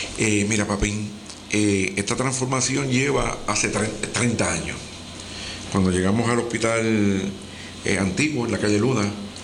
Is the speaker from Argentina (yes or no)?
no; San Germán, Puerto Rico; also born or lived in Mayagüez; nosotros los 7 nacimos en, no menos uno, 6 de 7 nacimos en Mayagüez, pero toda mi vida he estado en San Germán, con mis primos y mi familia.